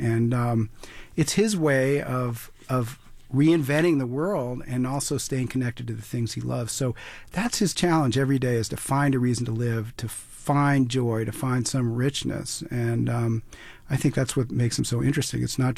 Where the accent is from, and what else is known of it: Brooklyn, New York, United States; born or raised there